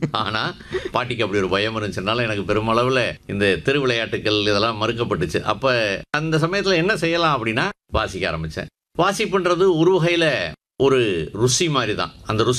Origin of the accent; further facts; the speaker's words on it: Madurai, Tamil Nadu, India; moved away; also born or lived in Chennai; என்னுடைய சொந்த ஊர் மதுரை. மதுரையில் தல்லாகுளம். தல்லாகுளம்ன்றது நகரனுடைய மத்தியில் வைகை வடகரையில் இருக்குது. 100 வருஷத்துக்கு மேலே அங்கே இருக்கோம்னு நினைக்கிறேன்.